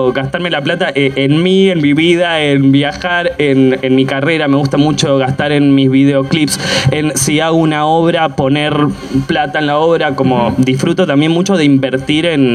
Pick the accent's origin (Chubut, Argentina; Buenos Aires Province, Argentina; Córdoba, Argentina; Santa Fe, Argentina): Buenos Aires Province, Argentina; Bellavista; O sea, yo quería, pero viste, como en donde soy de Bellavista, mi viejo medio que no estaba metido en el mundo